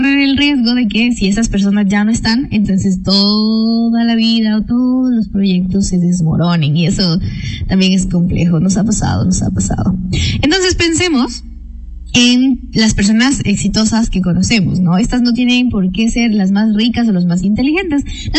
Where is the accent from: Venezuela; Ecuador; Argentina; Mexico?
Ecuador; yo también soy novelera como buena ecuatoriana de vez en cuando.